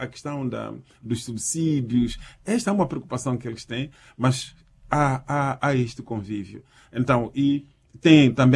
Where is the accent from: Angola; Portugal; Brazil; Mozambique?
Mozambique; nós, como moçambicanos